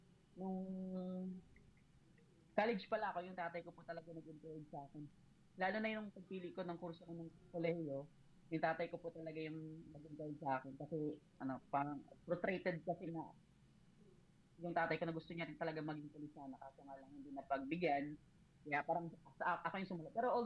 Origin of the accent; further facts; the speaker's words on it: Mimaropa, Philippines; also born or lived in Mindoro; kasi taga-Palawan po talaga.